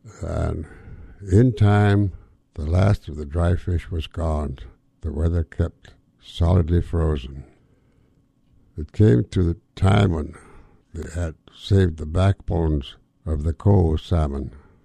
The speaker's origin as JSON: {"language": "English", "town": "Dry Bay", "region": "Alaska", "country": "United States", "tie": "born there", "said": "I'm a Tlingit Indian, an Eagle Thunderbird. I was born in Dry Bay, about 65 miles below Yakutat. Yakutat being the nearest post office, of course, I have to say I was born in Yakutat."}